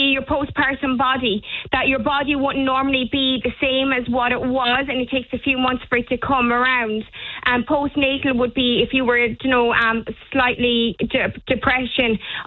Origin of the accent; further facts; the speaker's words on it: Castletroy, Munster, Ireland; I suppose I'm from Castletroy myself